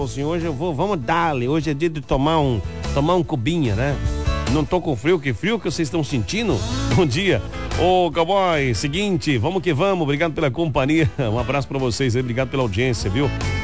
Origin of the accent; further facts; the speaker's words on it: Massaranduba, Santa Catarina, Brazil; viu? Meu filho Martim. Escutamos vocês todos os dias. A gente vindo de Jaraguá, né? Somos de Massaranduba, viu?